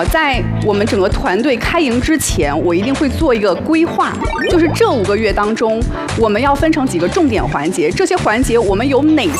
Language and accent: Chinese; Pingtan, Fujian, China; moved away as an adult; 因为我的家乡是一个四五线的小城市